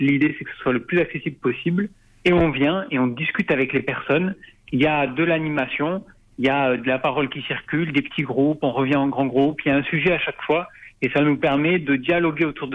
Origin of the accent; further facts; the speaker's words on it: Occitanie, France; now in Paris, France; Et puis, tout simplement, c'est chez moi.